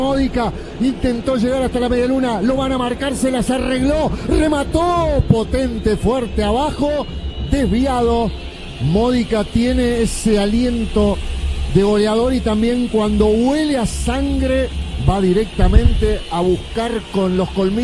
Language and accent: Spanish; Rivadavia, Argentina; Digo mi amigo porque es de acá de la zona, es de Rivadavia, de mi pueblo.